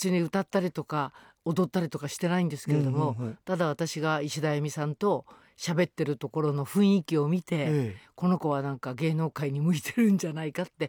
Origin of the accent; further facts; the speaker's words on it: Tokai, Aichi, Japan; 私愛知県の出身なんですけれども